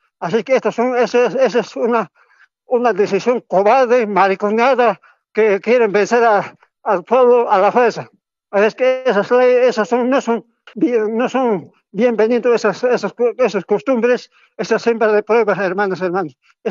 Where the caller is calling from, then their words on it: San Benito, Cochabamba, Bolivia; desde San Benito, Valle Alto.